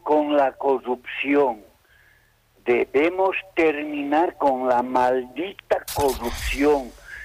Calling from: Bolivia

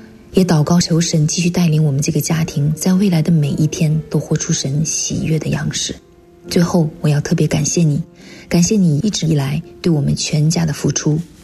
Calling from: Dallas, Texas, United States; 我是来自美国德州达拉斯的一间华人教会。

